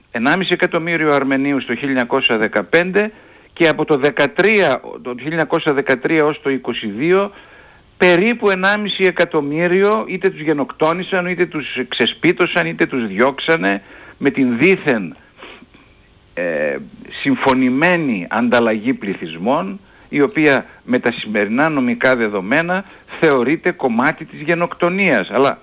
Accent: Greece; εμείς ως Έλληνες

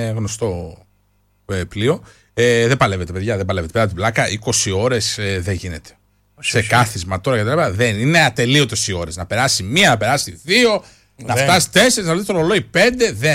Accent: Thessaloniki, Central Macedonia, Greece; κοροϊδεύουμε που είμαστε από τη Θεσσαλονίκη

